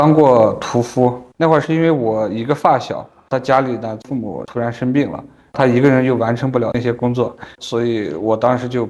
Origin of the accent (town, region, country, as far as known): Xinjiang, China; moved away